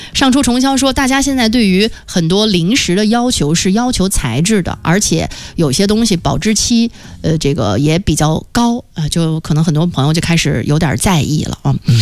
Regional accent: China

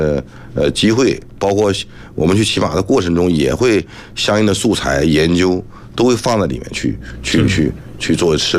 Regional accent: southern China, China; 因为我是南方人

